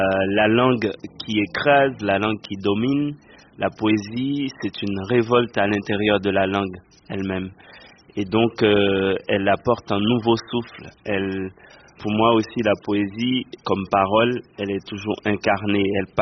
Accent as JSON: {"language": "French", "country": "Haiti", "tie": "born or raised there", "also_born_or_lived": "Port-au-Prince", "moved": "as an adult", "lives_now": "France", "said": "le contexte où j'ai grandi en Haïti."}